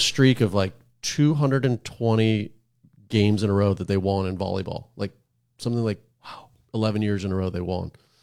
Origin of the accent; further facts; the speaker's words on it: Hawaii, United States; Yeah. Born and raised in Hawaii.